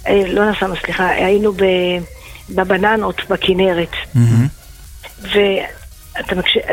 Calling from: Beit Shemesh, Jerusalem District, Israel; אני מבית שמש.

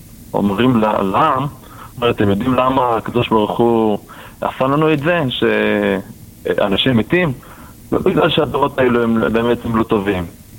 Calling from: Jerusalem, Jerusalem District, Israel; מירושלים.

